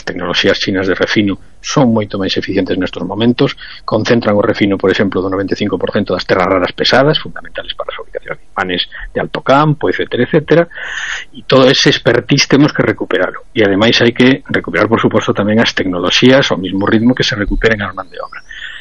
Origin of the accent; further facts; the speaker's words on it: Galicia, Spain; tamén unha responsabilidade como europeos que somos, españoles que somos e galegos que somos